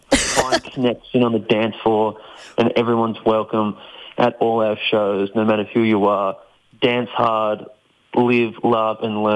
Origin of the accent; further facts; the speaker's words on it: Tasmania, Australia; We are from Tasmania